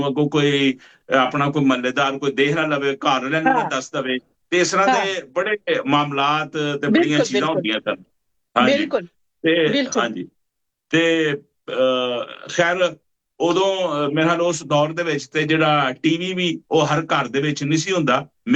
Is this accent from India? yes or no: no; Lahore, Punjab, Pakistan; ਹਾਂ, ਮੇਰਾ ਨਨਿਆਲ ਵੀ ਉੱਥੇ ਆ ਤੇ ਉੱਥੇ ਹੀ ਮੈਂ ਪੈਦਾ ਹੋਇਆ, ਤੇ ਉਸ ਤੋਂ ਬਾਅਦ ਫਿਰ ਲਾਹੌਰ ਦਾ ਇਲਾਕਾ ਹੈਗਾ ਆਪਣਾ ਨੈਸ਼ਨਲ ਟਾਊਨ, ਉੱਥੇ ਮੈਂ ਮੇਰਾ ਬਚਪਨ ਗਰੋ ਹੋਇਆ ਸਾਰਾ